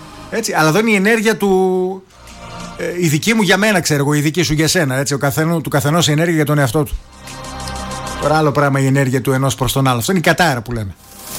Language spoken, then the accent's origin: Greek; Greece; Ως Έλληνες είμαστε αρκετά έτσι.